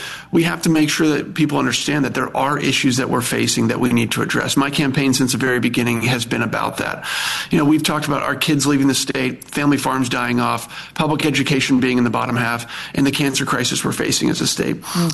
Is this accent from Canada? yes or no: no; Iowa, United States; moved away as an adult; I was born and raised in Iowa, graduated from high school in Iowa. I was like one of the Iowa kids that left, and I came back home.